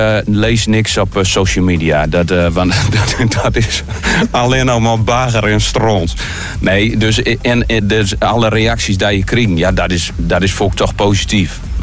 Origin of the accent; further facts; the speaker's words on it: Togelaan, Groningen, Netherlands; Ja, Togelaan is wel mooi. Ik kom van Togelaan.